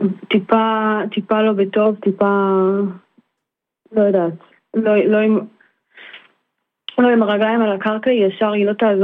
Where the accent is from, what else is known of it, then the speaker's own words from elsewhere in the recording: Givat Ada, Haifa District, Israel; גדלנו ביחד בגבעת עדה, וסיימנו בית ספר יסודי ביחד בגבעת עדה, ותיכון